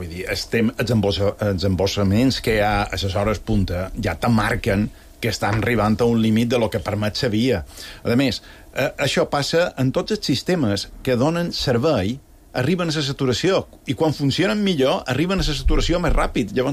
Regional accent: Balearic Islands, Spain; nosaltres, com a mallorquins, és que som un poc bosses, perquè sempre hem anat en cotxe per tot.

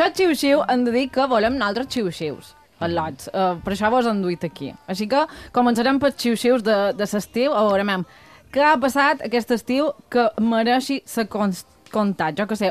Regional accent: Bunyola, Balearic Islands, Spain; Que són les festes de Bunyola del meu poble.

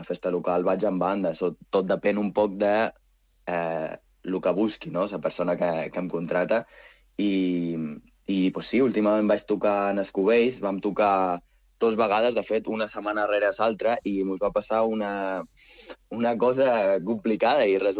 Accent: Jesús, Balearic Islands, Spain; Jo soc de Jesús.

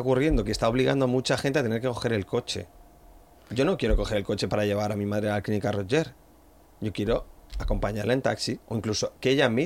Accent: Spain; no se paran porque me ven que soy español y voy a hacer un trayecto que no les interesa económicamente.

